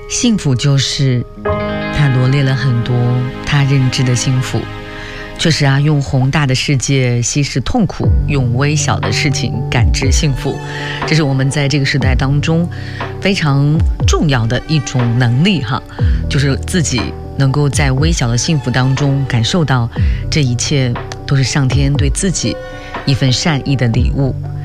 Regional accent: Northeast China, China; accent: Northeastern dialect; 我们东北话这个点个卯大家懂得哈，

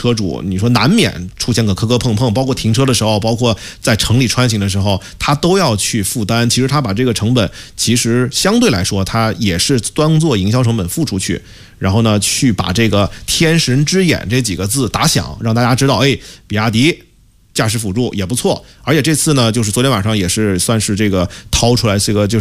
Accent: China

